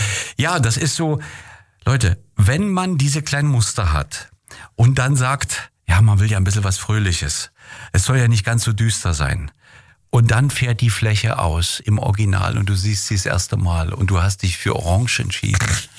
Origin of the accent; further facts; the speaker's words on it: Moritzburg, Saxony, Germany; born there; Wirklich Geräusche, Gerüche. Ja, Moritzburg ist ja wunderschön bei Auguste Starken. Das ist ja 7 Kilometer von Dresden entfernt.